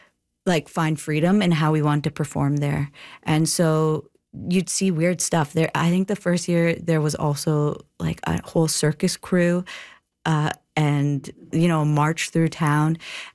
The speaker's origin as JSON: {"language": "English", "town": "Toronto", "region": "Ontario", "country": "Canada", "tie": "born or raised there", "said": "So I grew up in Toronto, and I started playing music, and one of the first places I played was Sackville, New Brunswick."}